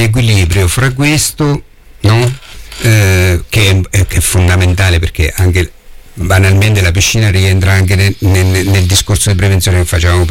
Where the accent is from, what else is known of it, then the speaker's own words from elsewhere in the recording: Macerata, Marche, Italy; Io ho vissuto sempre a Macerata, ho studiato fuori, però poi sono tornato, ho lavorato qui. È una città dove si vive bene